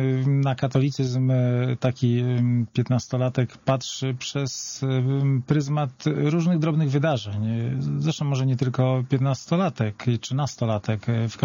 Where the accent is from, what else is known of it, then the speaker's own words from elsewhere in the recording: Warsaw, Masovian Voivodeship, Poland; długo mieszkałem na Woli